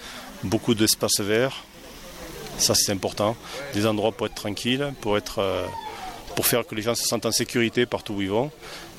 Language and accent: French; Mende, Occitanie, France; moved away as an adult; also born or lived in Toulouse; moi j'ai grandi à Mende jusqu'à ce que je parte faire des études supérieures à Toulouse.